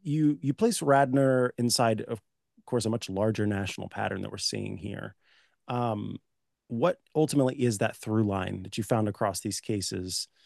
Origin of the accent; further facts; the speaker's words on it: Missouri, United States; I'm from Missouri